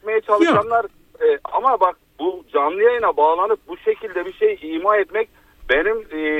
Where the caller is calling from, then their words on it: Antalya, Turkey; ben Antalya'dan.